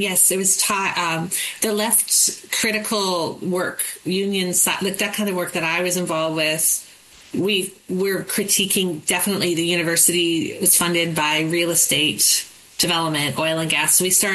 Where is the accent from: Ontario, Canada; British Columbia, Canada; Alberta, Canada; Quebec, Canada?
British Columbia, Canada; Kamloops; Because I love shitty metal, but I grew up in Kamloops.